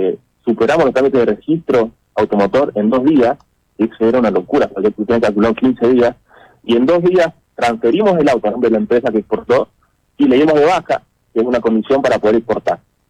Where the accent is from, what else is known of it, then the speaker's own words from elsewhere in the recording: Argentina; entonces eso me llena de orgullo a mí como argentino.